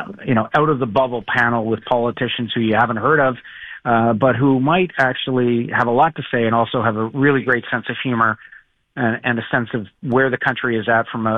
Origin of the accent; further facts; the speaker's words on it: Toronto, Ontario, Canada; I remember as a child looking up in the sky when I grew up in Toronto at the CNE seeing the snowbirds.